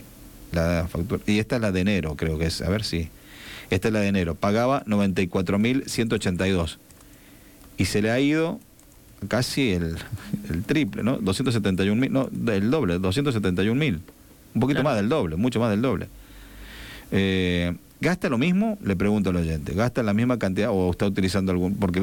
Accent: San Juan, Argentina; los que los votaron somos los sanjuaninos

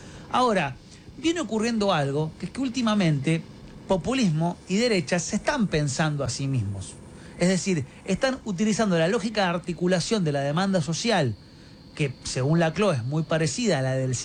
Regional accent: Argentina; para los que somos argentinos

